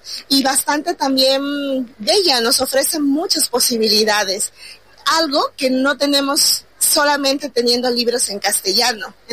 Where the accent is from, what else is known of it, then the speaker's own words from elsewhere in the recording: Ayacucho, Peru; tal como lo dijo Sol, yo soy de Ayacucho. Es una región ubicada en el centro, en la zona central sur de los Andes peruanos.